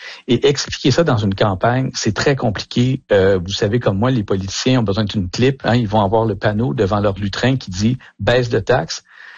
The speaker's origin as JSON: {"language": "French", "country": "Canada", "said": "mais aussi chez nous au Canada"}